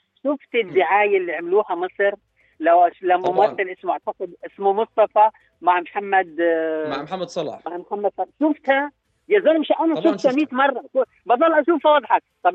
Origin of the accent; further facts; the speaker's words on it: Jordan; now in Dubai, United Arab Emirates; انا بعتبر حالي اردني اكثر من الاردنيين لاني عايش برا الاردن،